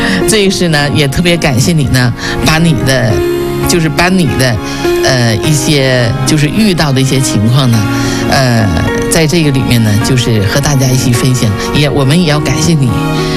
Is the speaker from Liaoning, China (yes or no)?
yes; Jinzhou, Liaoning, China; 我们锦州是笔架山，